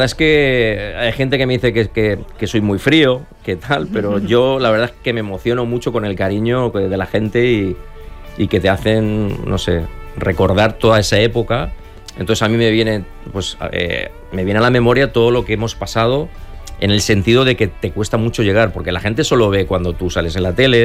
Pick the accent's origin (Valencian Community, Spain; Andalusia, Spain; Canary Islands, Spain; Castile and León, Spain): Valencian Community, Spain; Aldaya; Y encima en mi pueblo, que bueno, al final Aldaya para mí siempre ha sido pues un sitio donde yo me he criado, donde yo empecé.